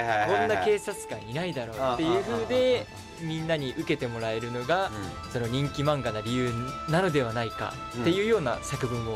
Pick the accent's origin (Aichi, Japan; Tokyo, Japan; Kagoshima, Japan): Aichi, Japan; 地元が愛知県ですね。